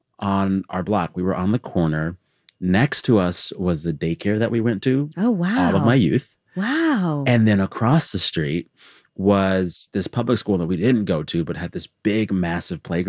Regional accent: Seguin, Texas, United States; I grew up on Jefferson Avenue in Seguin, Texas. It is an outer suburb of San Antonio, probably about 20, 30 miles out. And it was a quiet, sleepy neighborhood with big trees and lots of shade

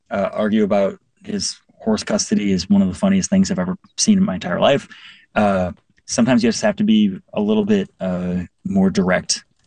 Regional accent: Chicago, Illinois, United States; I'm from Chicago.

